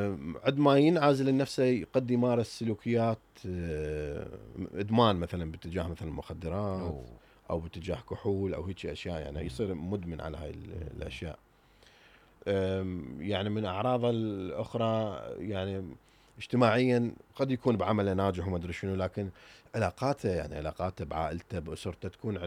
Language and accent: Arabic; Iraq